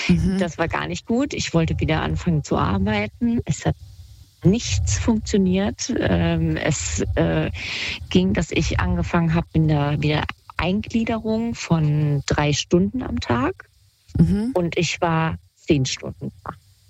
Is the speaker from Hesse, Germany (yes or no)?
yes; Kassel, Hesse, Germany; moved away; Also ich komme ja ursprünglich aus Kassel, aber bin dann ein bisschen weiter weggegangen.